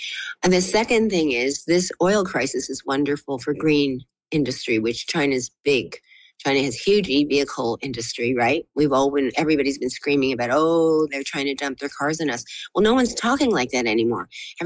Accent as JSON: {"language": "English", "country": "Canada", "said": "Maybe because I'm a Canadian."}